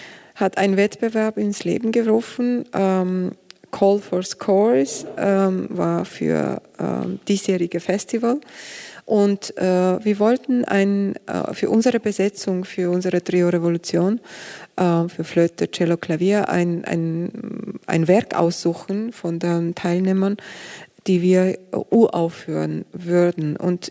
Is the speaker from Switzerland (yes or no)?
no; Georgia; German is a second language; Genau, und das, das ist für mich, also Georgien ist meine Heimat und deswegen war das auch sehr wichtig für mich und klar auch.